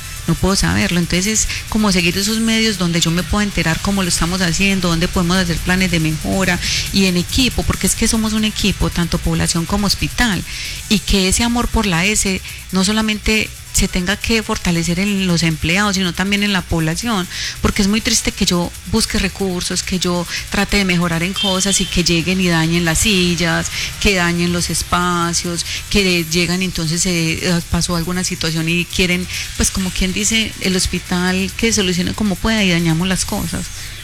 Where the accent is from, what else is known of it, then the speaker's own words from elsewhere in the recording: Remedios, Antioquia, Colombia; yo soy remediana, yo no soy de otro lado, yo soy de acá del pueblo, estudio en el pueblo